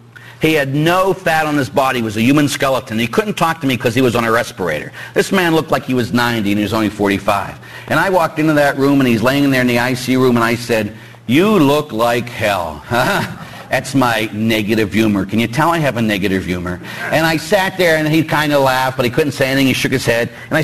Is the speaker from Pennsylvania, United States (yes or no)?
yes; Pittsburgh, Pennsylvania, United States; of course I'm from Pittsburgh, as everybody knows, and both my parents were cops.